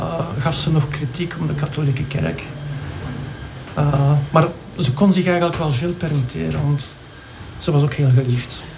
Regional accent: Belgium; Ik ben Belg, ja.

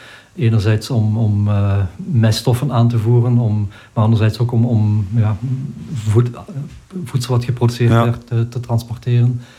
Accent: Kinrooi, Limburg, Belgium; Ik ben zelf afkomstig van Kinrooi. Ik ben geboren getogen in het moeras.

